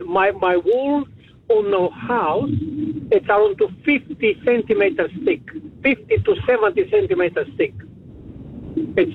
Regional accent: Romania; Now, you remember I'm from Romania. Now, in all the days in the communist time, in the winter time, we sleep in a cold room because there's no heating, all right?

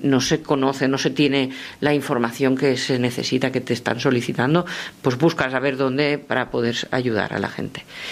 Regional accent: Valencia, Valencian Community, Spain; first language Spanish; Ya te digo que yo soy castellano parlante, aunque soy de Valencia, de la Comunidad Valenciana.

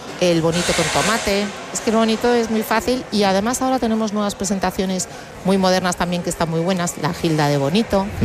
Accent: Galicia, Spain; como comentaba, yo que soy gallega

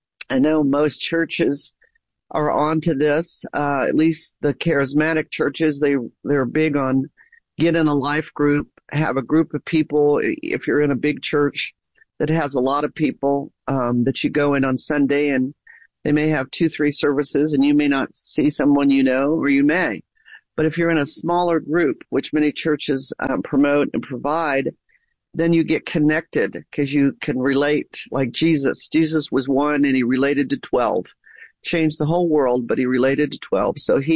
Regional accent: Ohio, United States; also born or lived in Massachusetts / Oklahoma; I know when I was raised in Ohio, born in Massachusetts, raised in Ohio. But then when I went off to college, I came down to Oklahoma and we never went back.

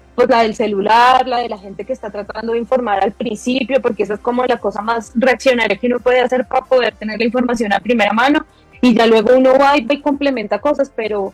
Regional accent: Bogotá, Colombia; yo, por lo menos yo soy de Bogotá

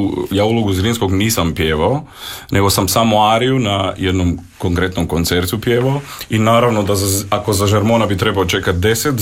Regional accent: North Macedonia; moved away; ja sam ipak iz Makedonije

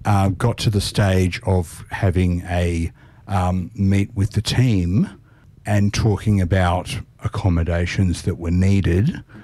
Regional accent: Gladesville, New South Wales, Australia; also born or lived in Hong Kong; I grew up in Gladesville, lived in the same house for the first 13 years of my life. Then I lived in Hong Kong for 3 years.

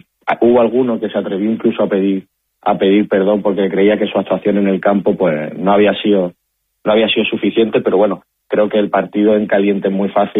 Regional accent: Ceuta, Spain

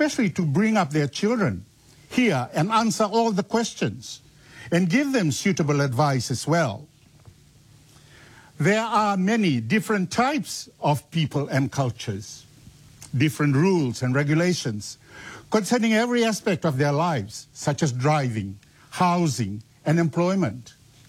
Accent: Fiji; now in New Zealand

